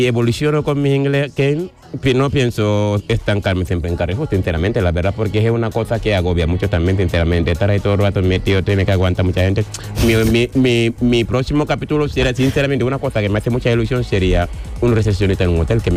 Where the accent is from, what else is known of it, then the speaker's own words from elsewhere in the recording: Senegal; now in Spain; cuando llegué aquí, porque en África realmente, en mi país sobre todo, hablo de mi país, y en Senegal